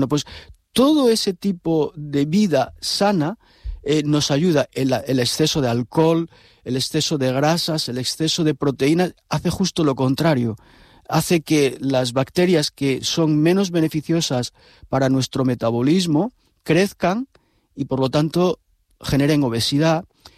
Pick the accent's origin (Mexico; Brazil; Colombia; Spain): Spain; Salamanca, Castile and León; moved away; Yo que vengo de Salamanca, lo que es ahora la España vaciada